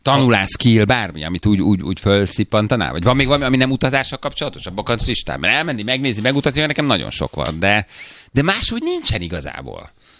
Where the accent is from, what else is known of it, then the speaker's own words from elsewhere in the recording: Szabolcs-Szatmár-Bereg, Hungary; Szabolcsi vagyok, sok ember van így, a Balcsit sem látták.